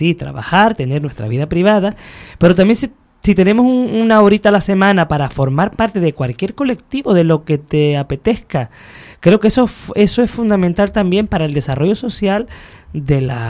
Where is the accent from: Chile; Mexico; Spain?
Spain; Las Palmas de Gran Canaria, Canary Islands; yo soy de Vegueta de toda la vida